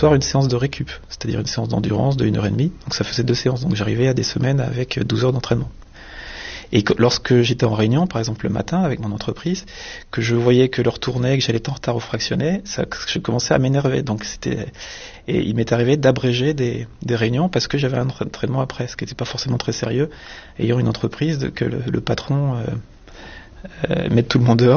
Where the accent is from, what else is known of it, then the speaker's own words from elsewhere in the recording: Bourgogne-Franche-Comté, France; j'ai 49 ans. Je viens de Franche-Comté, entre Vesoul et Épinal. Donc c'est dans les contreforts des Vosges, d'une zone un peu montagneuse. Et mes parents avaient une ferme, avaient une petite ferme, une petite exploitation de montagne avec une douzaine de vaches.